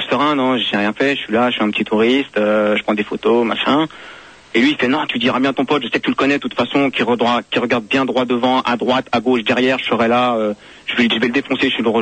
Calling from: France; je suis français

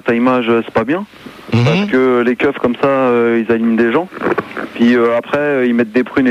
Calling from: Île-de-France, France; J'appelle du 9-4.

